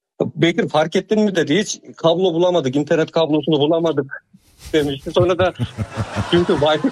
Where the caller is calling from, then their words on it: Konya, Turkey; Konyalıyım, aynen Konyalı.